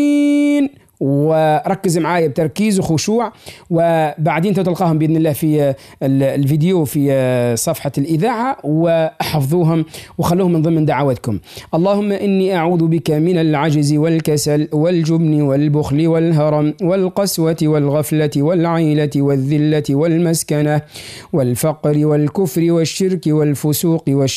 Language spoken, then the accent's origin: Arabic; Tunisia; ربي يحفظ بلادنا تونس